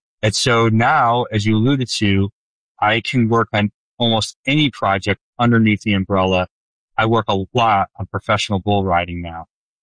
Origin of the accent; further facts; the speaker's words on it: Chicago, Illinois, United States; moved away; I have a very close set of friends that I've known since basically I was born in the Chicago area, and I had to move away from them